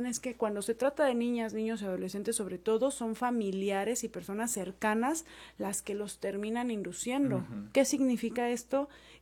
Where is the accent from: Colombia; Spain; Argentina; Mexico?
Mexico; como lo digo como mexicana